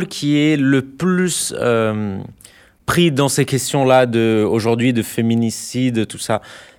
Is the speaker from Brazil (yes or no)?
yes; Brazil; French is a second language; moved away; moi je suis Brésilien.